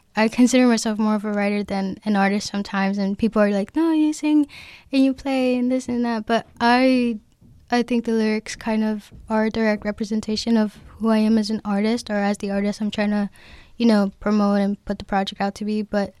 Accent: New York, United States; we grew up in the Bronx, so obviously we grew up in apartment buildings

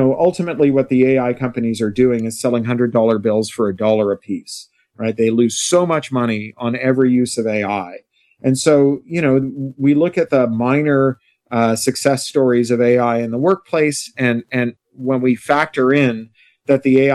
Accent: Canada; Like all the best Americans, I'm Canadian.

